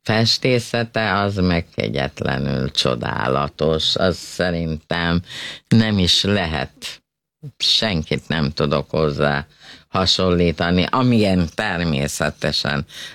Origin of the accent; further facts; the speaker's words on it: Pusztamonostor, Jász-Nagykun-Szolnok, Hungary; moved away; Puszta monostor, az mégis a szülőfalu